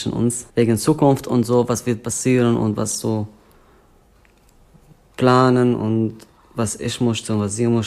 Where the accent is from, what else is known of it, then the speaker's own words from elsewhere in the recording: Syria; German is a second language; now in Germany; dann gehen wir nach Syrien und meine Heimat sehen